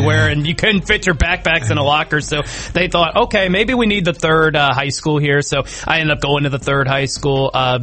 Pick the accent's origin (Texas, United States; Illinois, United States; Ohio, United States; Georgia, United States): Ohio, United States; Columbus; I grew up in Columbus, Ohio, so where I went, our high school, I was the second graduating class at Hilliard Bradley High School, graduated in 2012